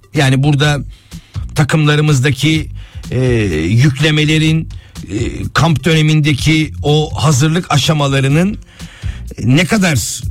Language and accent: Turkish; Kocaeli, Turkey; Tabii biraz da duygusal kısım olabiliyor, bir Kocaelili olarak söylüyorum.